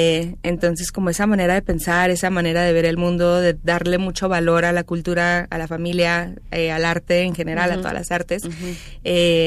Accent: Mazatlán, Sinaloa, Mexico; Igual también creciendo en Mazatlán, tuve una experiencia mazatleca, ¿no?

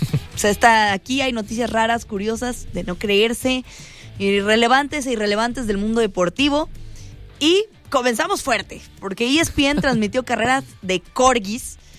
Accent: Mexico

